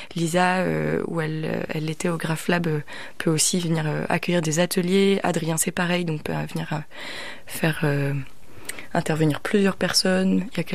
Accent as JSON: {"language": "French", "region": "Brittany", "country": "France", "tie": "born or raised there", "said": "Moi j'aime bien faire le lien parce que j'ai grandi à Poule-Rosier"}